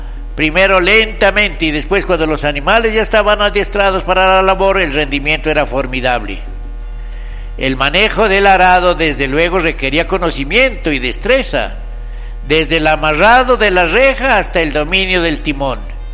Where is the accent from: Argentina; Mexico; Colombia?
Colombia; Puerres, Gualmatán, Contadero, Iles, Nariño; cuando éramos niños, en Puerres, Gualmatán, Contadero, Iles, todos nuestros pueblos de acá